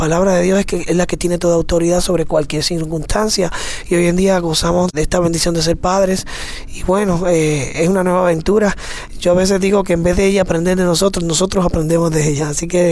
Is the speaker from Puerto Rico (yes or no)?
yes; Puerto Rico; Yo soy de Puerto Rico.